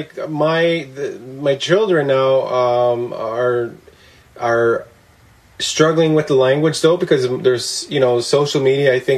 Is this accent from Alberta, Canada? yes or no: no; Attawapiskat, Ontario, Canada; first language Cree; English is a second language; I grew up here. I'm from the Attawapiskat First Nation, and I was raised by the Cree way. Spent most of my time with my grandparents as a boy growing up